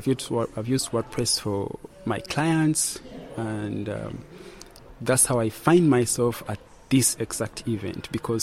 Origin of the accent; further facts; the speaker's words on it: Uganda; because my first WordCamp was actually in Uganda, because originally I come from Uganda